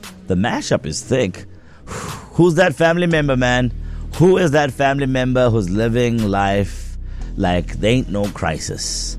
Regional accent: Tongaat, KwaZulu-Natal, South Africa; Because I grew up in Tongat

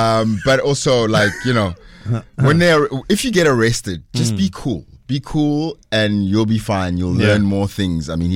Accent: South Africa; as a South African

